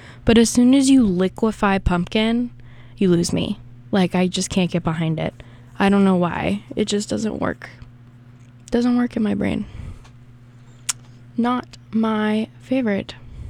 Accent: the South, United States; I'm from the South, and I say pecan.

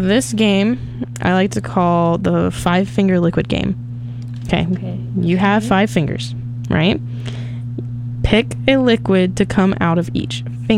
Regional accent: the South, United States; I'm from the South. I have to have sweet tea.

